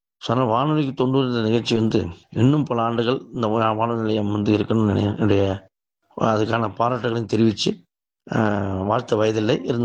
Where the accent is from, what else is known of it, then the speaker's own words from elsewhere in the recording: Mailam, Tamil Nadu, India; என்னோட சொந்த ஊர் பார்த்தீங்கன்னா விழுப்புரம் மாவட்டம் மயிலம் என்ற ஊர் தான் என்னுடைய சொந்த ஊர்.